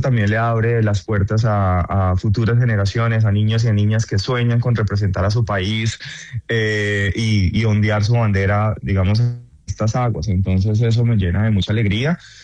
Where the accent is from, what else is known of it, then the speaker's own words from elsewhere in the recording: Colombia; moved away; Bueno, yo en el 2021 tuve que salir de Colombia por amenaz